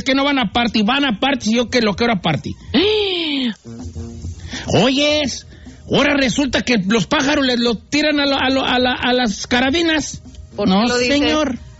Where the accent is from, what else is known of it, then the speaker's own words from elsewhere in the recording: Michoacán, Mexico; Yo soy de Michoacán.